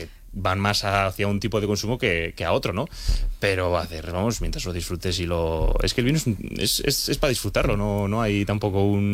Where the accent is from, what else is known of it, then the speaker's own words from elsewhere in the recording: Labastida, Basque Country, Spain; mi pueblo es una zona que vive el 90% de los ingresos son del vino. Entonces hay como más cultura, más relación con el vino, y sí que yo igual hablo desde una burbujita, ¿no? De Rioja Alavesa o La Bastida